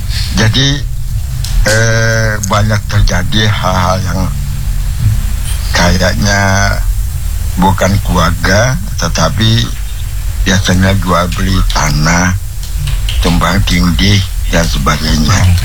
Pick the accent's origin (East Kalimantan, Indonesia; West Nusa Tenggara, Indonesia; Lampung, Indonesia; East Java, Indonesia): East Kalimantan, Indonesia; Palaran; Kebetulan kami orang Palaran, ya kan? Kurang belajar hukum lah.